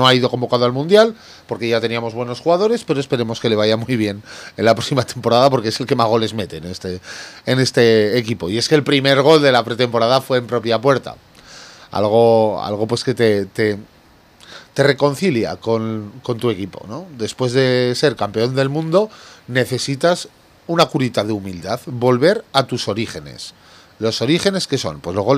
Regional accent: Aragon, Spain; yo como aragonés, y aunque no lo fuera, que medio no lo soy

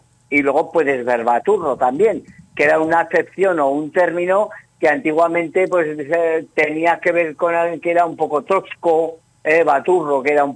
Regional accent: Aragon, Spain; tiene que ver con la idiosincrasia y los valores de nuestra región como aragonés.

